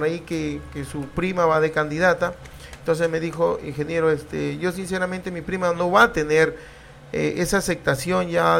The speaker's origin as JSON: {"language": "Spanish", "town": "Tucumán", "country": "Peru", "tie": "born or raised there", "said": "yo me considero 100% tucumano. Yo nací aquí, en esta tierra que me vio nacer, crecer."}